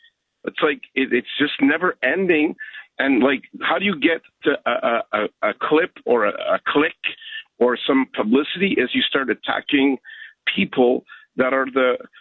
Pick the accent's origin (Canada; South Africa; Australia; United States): Canada; I went to these museums, McGraw, as a Canadian.